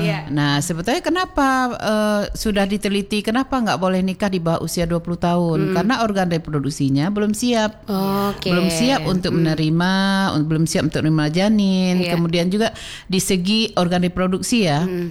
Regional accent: Aceh, Indonesia; budaya kita orang Aceh

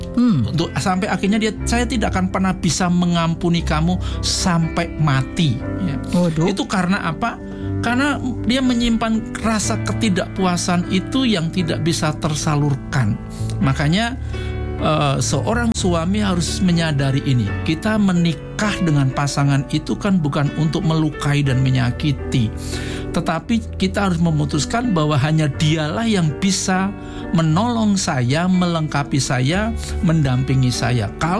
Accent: Java, Indonesia; Ya, seperti saya dengan Ibu Oli, saya Jawa, Ibu Oli itu orang Ambon.

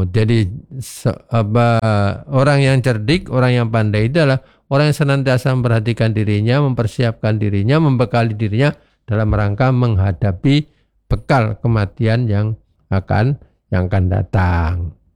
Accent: Java, Indonesia; born there; moved away; also born or lived in East Timor; saya ini kan lahir di Jawa, Mbak Listia ya, kemudian remaja di timur-timur. Nah, sekarang tua di sini ya. Nah, karena sudah 60 berarti saya bilang tua, sudah tua ya.

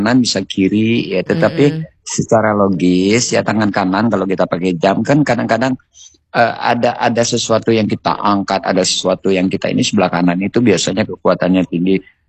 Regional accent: Bangka Belitung Islands, Indonesia; Kalau kita orang Bangka

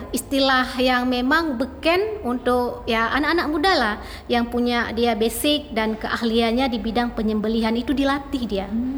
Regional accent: Aceh, Indonesia; kita tetap dengan identitas kita Aceh, kita tetap dengan karakteristik Aceh

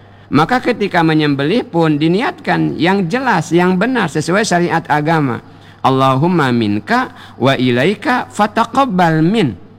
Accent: Bangka Belitung Islands, Indonesia; kata kita orang Bangka

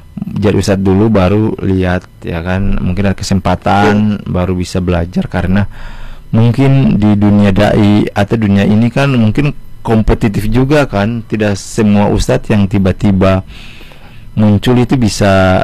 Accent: Ambon, Maluku, Indonesia; kita orang Ambon yang menuntut ilmu di sumber kejauhan itu.

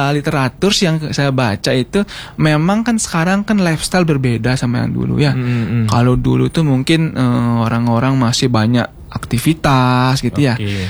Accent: Singaraja, Bali, Indonesia; Ya, aku asli Singaraja.

